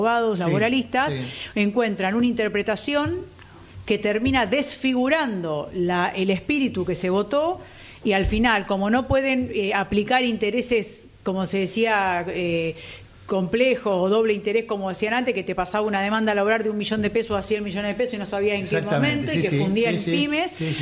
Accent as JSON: {"language": "Spanish", "country": "Argentina", "said": "Parece, yo parezco, que soy argentina, pero vengo de descendencia del Piamonte, mi familia viene de Rondizone"}